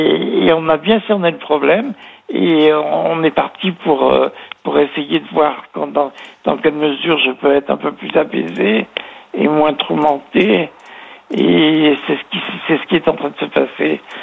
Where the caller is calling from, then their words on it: Villefranche-sur-Saône, Auvergne-Rhône-Alpes, France; moi je suis à Villefranche-sur-Saône